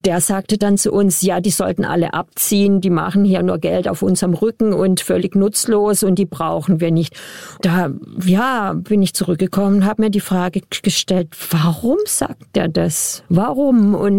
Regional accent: eastern Congo, DR Congo; also der Krieg und alles ist mehr bei uns im Osten, aber selbst da ist das Gebiet noch riesig

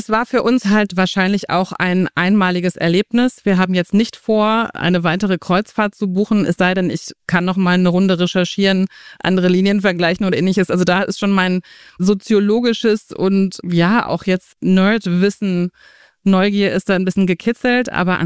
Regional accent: Germany; ich bin Seglerin, ich bin an der Ostsee aufgewachsen.

